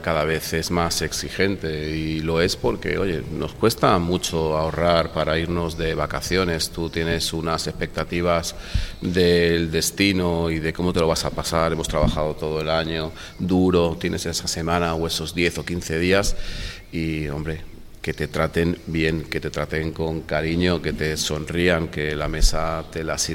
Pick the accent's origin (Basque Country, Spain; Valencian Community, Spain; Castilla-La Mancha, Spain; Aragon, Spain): Valencian Community, Spain; Benidorm; born or raised there